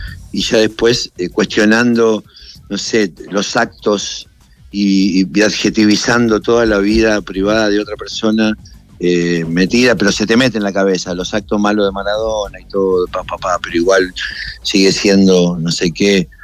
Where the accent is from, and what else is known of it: Argentina